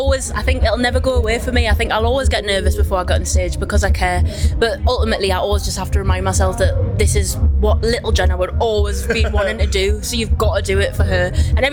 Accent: Whitley Bay, North East England, United Kingdom; I grew up on Whitley Bay

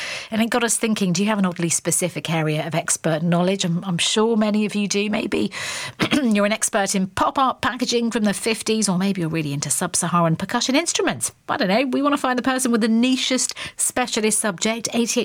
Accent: London, United Kingdom; I'm a Londoner, born and bred

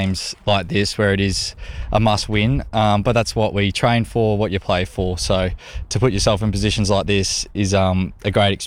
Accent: Australia; It's hard not to be interested over here, and I am Australian

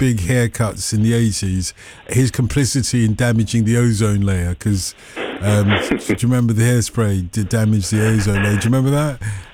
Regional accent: Nigeria; because, you know, I'm a Nigerian who got into Jamaican culture

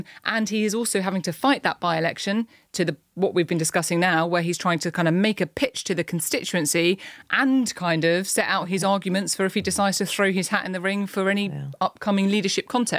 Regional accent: Portsmouth, South East England, United Kingdom; I grew up in Portsmouth.

